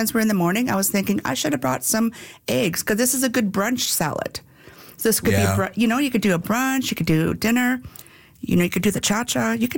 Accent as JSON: {"language": "English", "town": "Smithers", "region": "British Columbia", "country": "Canada", "tie": "born or raised there", "moved": "yes", "lives_now": "Calgary, Canada", "said": "Smithers, BC, like my hometown."}